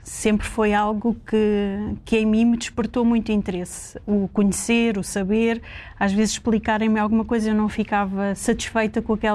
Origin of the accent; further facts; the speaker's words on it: Seixal, Lisbon, Portugal; also born or lived in Barreiro; now in Lisbon, Portugal; Nunca vivi no Barreiro, toda a minha vida eu cresci no Seixal, apesar de há 15 anos atrás me ter mudado para Lisboa, mas cresci sempre no Seixal.